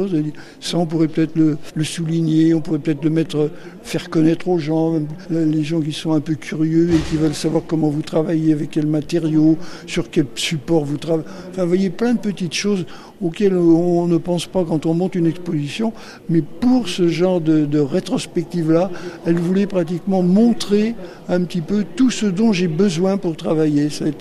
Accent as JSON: {"language": "French", "town": "La Roche-sur-Yon", "region": "Pays de la Loire", "country": "France", "tie": "born or raised there", "said": "moi je suis natif de La Roche-sur-Yon"}